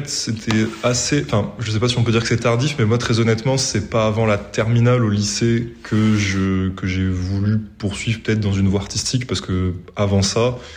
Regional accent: Montpellier, Occitanie, France; born or raised there

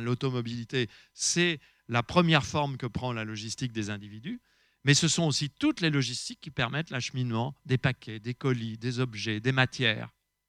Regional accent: Lyon, Auvergne-Rhône-Alpes, France; Je viens de Lyon

